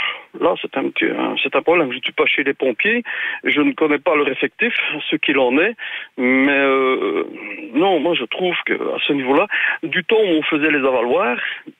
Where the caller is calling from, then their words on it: Charleroi, Wallonia, Belgium; Chez moi, j'habite sur Montigny-sur-Sambre.